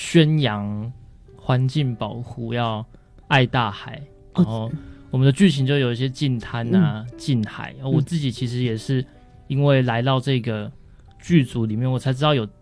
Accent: Tainan, Taiwan; 我爸妈都觉得啊，我台南人啊，台语讲干呢，他就觉得我台语很差。

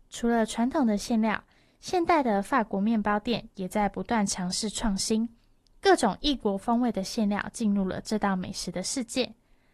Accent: Taiwan; 我来自台湾，很高兴认识大家。这是我第一次讲粤语

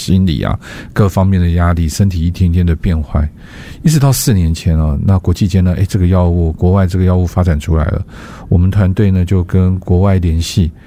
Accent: Taiwan; 以我们台湾人的精神跟我们台湾人的一个个性

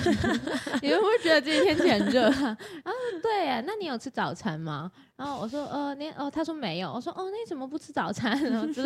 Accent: Hong Kong; 我是香港人，哦，你们刚才不是看着我在那边念那些字会念吗？

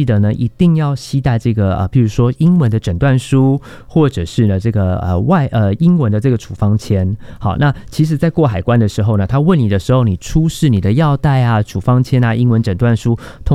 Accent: Taiwan; 台湾我们台湾人很多人都会使用中药。

